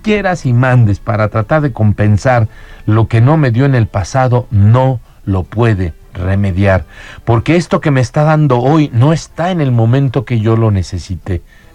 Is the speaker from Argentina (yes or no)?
no; Mexico; como somos los latinos o como somos los mexicanos